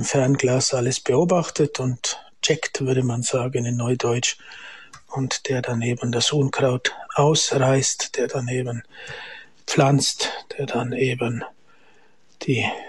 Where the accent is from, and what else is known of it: Germany; born or raised there